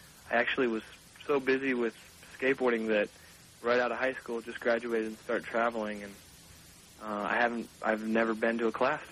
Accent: Sacramento, California, United States; born there; also born or lived in Pennsylvania; I moved to Sacramento from Pennsylvania, and I was around 13 years old

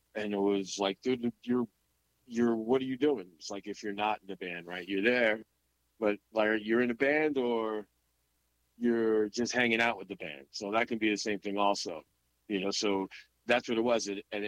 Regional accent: Jackson Heights, New York, United States; and you know, Corona is like real close also, and you know, we're from Jackson Heights.

